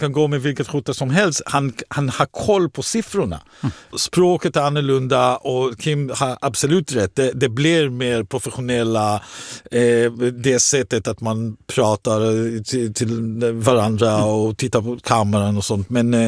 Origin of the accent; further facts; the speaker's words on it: Israel; now in Sweden; I Israel till exempel, i mitt hemland